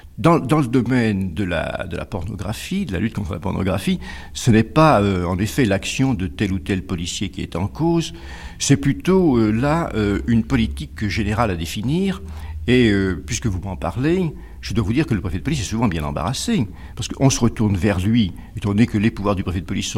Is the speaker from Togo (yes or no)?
no; France; Vous savez, nous sommes français, un peu latins, un peu gaulois